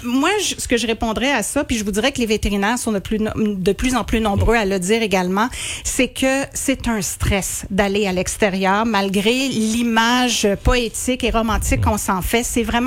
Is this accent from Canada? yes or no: yes; Quebec, Canada; chez nous au Québec